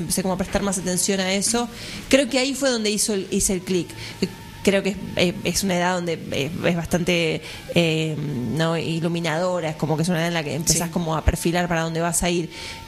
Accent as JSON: {"language": "Spanish", "town": "Quilmes", "region": "Buenos Aires Province", "country": "Argentina", "said": "Yo vengo de Quilmes, no sé si conocen, allá para el sur."}